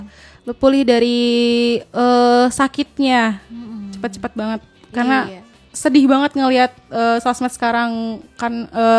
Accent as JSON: {"language": "Indonesian", "town": "Pariaman", "region": "West Sumatra", "country": "Indonesia", "tie": "born or raised there", "said": "aslinya orang Pariaman."}